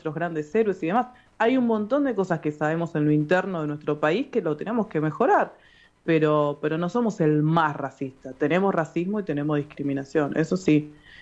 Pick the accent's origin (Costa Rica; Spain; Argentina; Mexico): Argentina; todos somos esta Argentina hermosa que bien dijiste vos